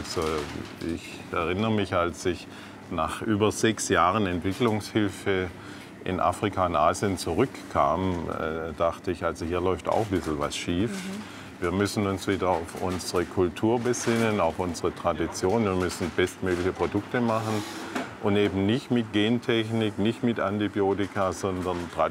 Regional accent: Baden-Württemberg, Germany; Ja, es ist meine Heimat, die Heimat meiner Familie und unserer Freunde. Ich erlebe Hohenlohe als eine echte Region und ich denke, das ist was wert.

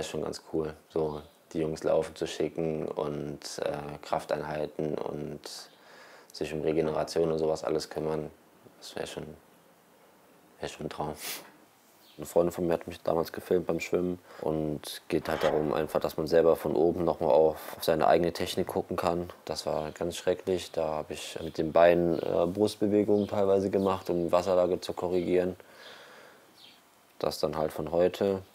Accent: North Rhine-Westphalia, Germany; moved away as an adult; Also ich komme ja quasi aus der Nähe von Köln.

